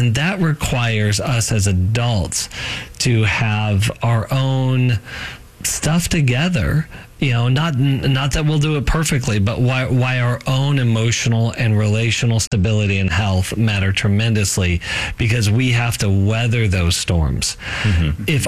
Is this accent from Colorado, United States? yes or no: yes; Colorado, United States; So I grew up in Colorado, and I'm just going to tell you briefly a day in Colorado, spring.